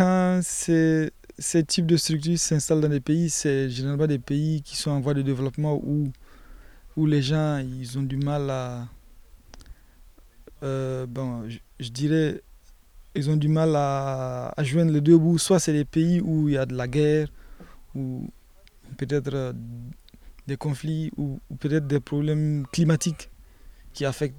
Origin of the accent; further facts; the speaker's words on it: Burkina Faso; moved away as an adult; now in Lyon, France; J'ai étudié d'abord au Burkina